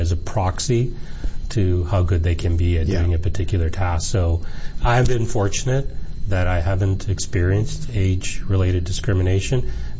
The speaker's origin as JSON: {"language": "English", "town": "Toronto", "region": "Ontario", "country": "Canada", "tie": "born or raised there", "said": "I love Toronto. It is my hometown. I think it's, for me, the greatest city in the world."}